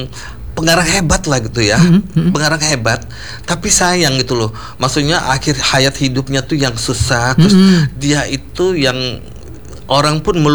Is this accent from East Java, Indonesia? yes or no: yes; Madiun, East Java, Indonesia